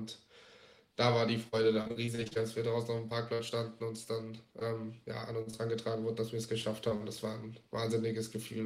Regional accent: Southern Germany, Germany; Wir kommen alle aus dem Süden von Deutschland.

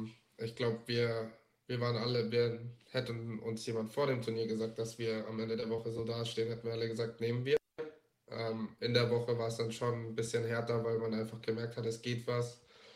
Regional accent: Southern Germany, Germany; Wir kommen alle aus dem Süden von Deutschland.

